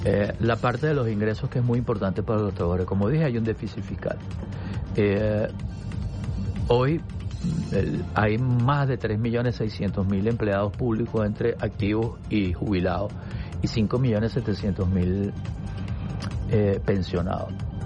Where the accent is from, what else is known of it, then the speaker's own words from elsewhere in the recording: Venezuela; yo como venezolano lo siento en mi bolsillo.